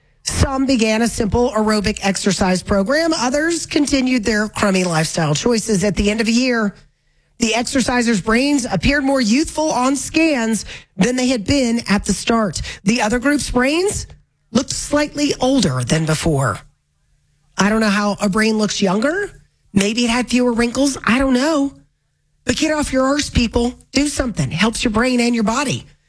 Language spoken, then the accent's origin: English; Aurora, Colorado, United States; Mandy, I grew up in Aurora. I'm the same age as you.